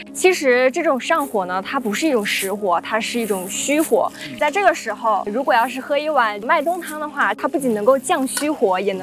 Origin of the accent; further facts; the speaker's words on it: Heilongjiang, China; 因为我是黑龙江的嘛